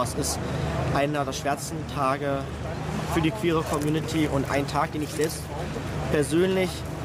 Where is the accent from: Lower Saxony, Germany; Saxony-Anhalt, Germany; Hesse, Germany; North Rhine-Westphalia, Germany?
Saxony-Anhalt, Germany; Magdeburg; Also ich komme aus Magdeburg